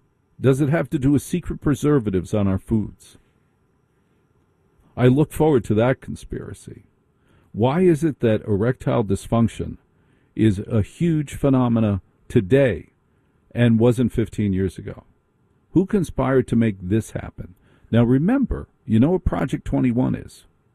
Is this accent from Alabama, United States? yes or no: no; New Jersey, United States; I grew up in Jersey. How do we communicate in Jersey? Hey, yo, hey, get out. That's how we communicate in Jersey.